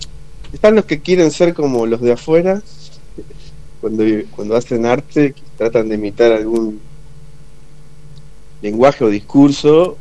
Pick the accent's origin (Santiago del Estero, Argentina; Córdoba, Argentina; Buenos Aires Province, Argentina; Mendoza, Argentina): Buenos Aires Province, Argentina; Junín; now in La Plata, Argentina; Éramos chicos de barrio que nos mudamos a una gran ciudad como La Plata, pero yo, por ejemplo, soy de Junín, del interior del país, de la provincia, y además de un barrio, ¿viste? Y de ahí salté a La Plata